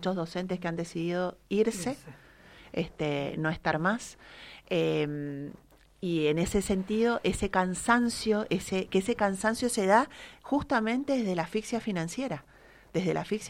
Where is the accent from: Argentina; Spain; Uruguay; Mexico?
Argentina; nuestra historia como argentinos y argentinas